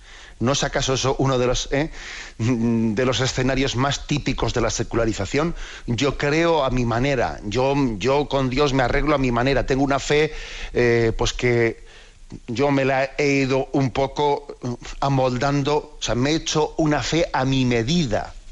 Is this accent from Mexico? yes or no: no; Basque Country, Spain; que yo soy vasco, ¿no? Pues en el idioma vasco no se suele decir mi padre o mi madre